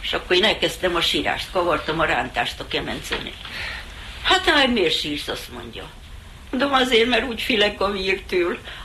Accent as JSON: {"language": "Hungarian", "region": "Transylvania", "country": "Romania"}